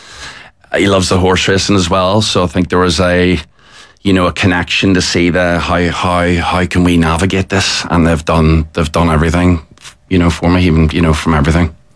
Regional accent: Newtownards, Northern Ireland, United Kingdom; born there; also born or lived in Magherafelt, Northern Ireland; So I was born in Macrofelt, lived there for a few years, and then he was moved to Ards, you know, which is pretty strong Protestant town.

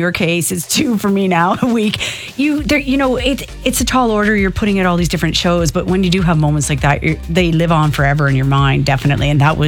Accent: Canada; I didn't know who any of them were because I was fresh from Canada.

